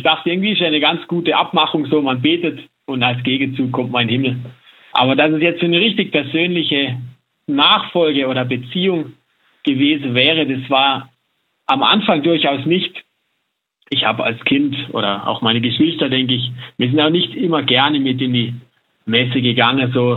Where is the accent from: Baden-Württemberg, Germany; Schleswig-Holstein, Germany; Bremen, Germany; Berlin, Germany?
Baden-Württemberg, Germany; now in Salzburg, Austria; Wie man vielleicht hört, komme ich gebürtig nicht aus Salzburg. Manche werden den Salzburger Dialekt jetzt vielleicht vermissen. Ich komme aus Südwestdeutschland, aus dem Schwarzwald und bin sozusagen ein Auslandshilfskraft.